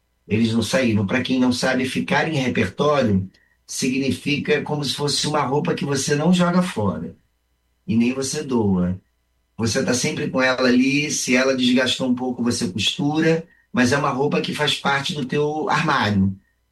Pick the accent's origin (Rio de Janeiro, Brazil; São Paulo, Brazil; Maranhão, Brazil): Rio de Janeiro, Brazil; born or raised there; also born or lived in Alegrete / northern Brazil